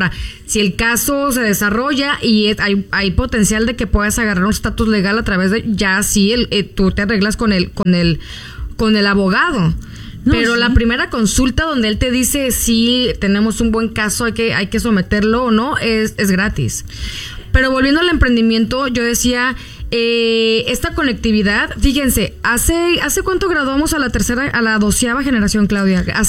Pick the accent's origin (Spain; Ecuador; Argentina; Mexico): Mexico; Guadalajara, Jalisco; moved away as an adult; now in Fresno, United States; yo llegué aquí a Fresno, soy mexicana, soy de Guadalajara, y llegué a Fresno cuando era que 2014. Y yo siempre, estudié negocios internacionales en la UDG.